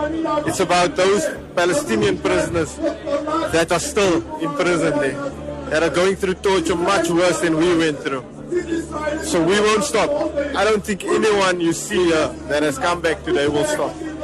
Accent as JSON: {"language": "English", "country": "South Africa", "said": "When they found out I'm South African"}